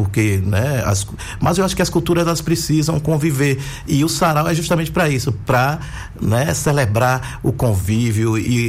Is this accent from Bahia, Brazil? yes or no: yes; Feira de Santana, Bahia, Brazil; lá em Feira de Santana, eu sou de um distrito